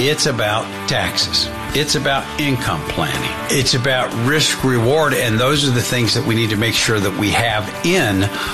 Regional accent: Indiana, United States; born there; now in St. Louis, United States; spent some time with some friends that we grew up with in Indiana.

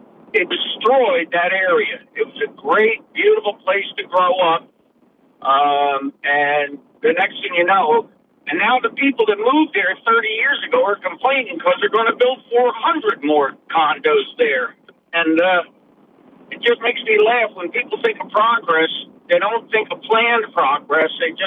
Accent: New Jersey, United States; now in Norwich, United States; I'm from New Jersey, through high school years, and I lived in a town of 3,400 people in the winter, 10,000 in the summer

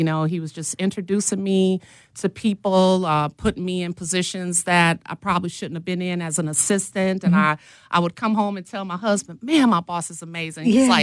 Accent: Milwaukee, Wisconsin, United States; born or raised there

